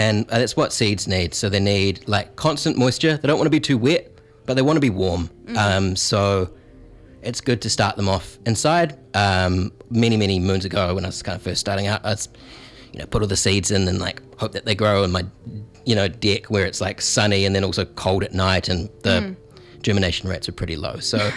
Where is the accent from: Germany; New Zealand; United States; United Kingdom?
New Zealand; Christchurch, Canterbury; I'm from South Island, Christchurch, and we didn't grow tomatillos.